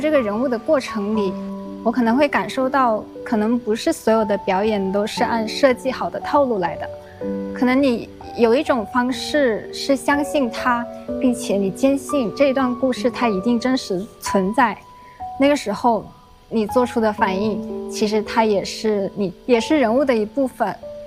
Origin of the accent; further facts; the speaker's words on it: Chaoshan, Guangdong, China; 我是潮汕人